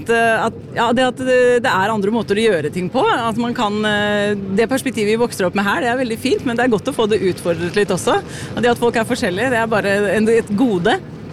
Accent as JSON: {"language": "Norwegian", "town": "Holmestrand", "region": "Vestfold", "country": "Norway", "tie": "born or raised there", "said": "Ja, jeg har vokst opp i Holmestrand, så da slapp jeg dialekten."}